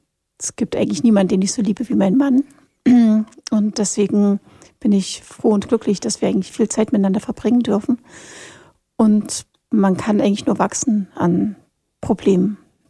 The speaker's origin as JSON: {"language": "German", "town": "Weimar", "region": "Thuringia", "country": "Germany", "tie": "born there", "moved": "yes", "said": "Ich komme aus dieser Stadt. Ich bin tatsächlich in Weimar geboren, habe 10 Jahre Weimar mal verlassen und bin dann zurückgekommen. Ich könnte mir eigentlich auch nicht vorstellen, woanders zu leben."}